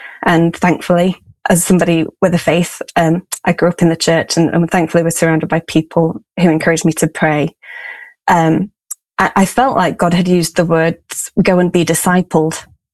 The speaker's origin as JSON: {"language": "English", "town": "Sheffield", "region": "Yorkshire and the Humber", "country": "United Kingdom", "said": "I'm actually from Sheffield originally. I've come back."}